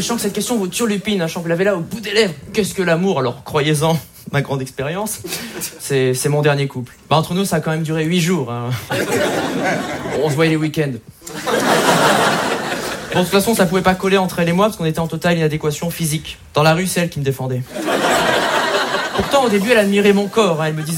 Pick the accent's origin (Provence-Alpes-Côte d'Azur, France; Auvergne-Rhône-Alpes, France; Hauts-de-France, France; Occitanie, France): Provence-Alpes-Côte d'Azur, France; Menton; Je viens de la Côte d'Azur. Une petite ville s'appelle Menton, à la frontière italienne. C'est très joli, hein.